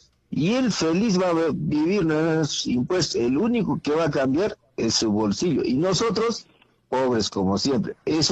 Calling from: Puno, Peru

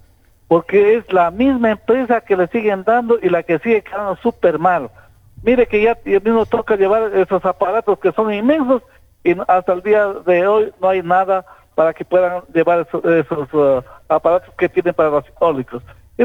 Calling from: Loja, Ecuador; yo digo, ¿para qué seremos tan bobitos los lojanos

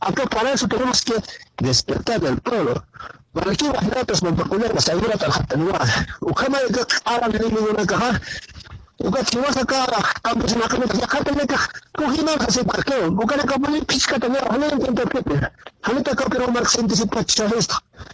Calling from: Ácora, Puno, Peru; Les saludo, amigo Raúl, desde Ácora.

